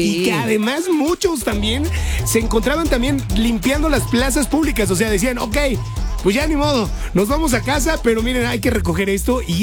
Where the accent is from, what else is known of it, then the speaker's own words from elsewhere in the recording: Mexico; somos mexicanos